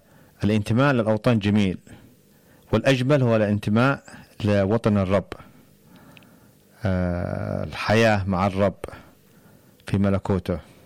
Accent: Yemen; moved away; لأن إحنا من اليمن، لأن إحنا هذه بلادنا، هذول ناسنا

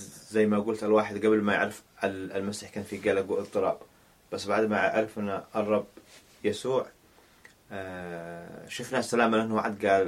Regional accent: Yemen; أنا من اليمن

